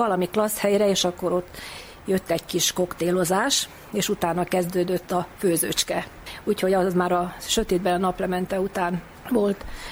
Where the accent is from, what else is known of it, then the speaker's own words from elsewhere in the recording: Budapest, Hungary; born there; Budapesten születtem.